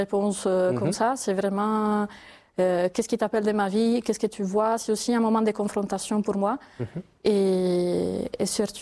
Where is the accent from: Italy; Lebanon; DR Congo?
Italy; Sardinia; born there; moved away as an adult; Ben alors, je suis née en Sardaigne, mais à 18 ans, c'est le moment de choisir. Donc, je suis partie à Rome pour faire mes études à l'Université de Rome.